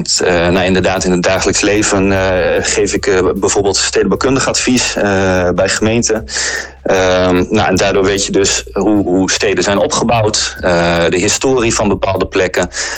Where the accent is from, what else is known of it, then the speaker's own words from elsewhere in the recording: Veendam, Groningen, Netherlands; Maar ik ben zelf ook opgegroeid in Veendam.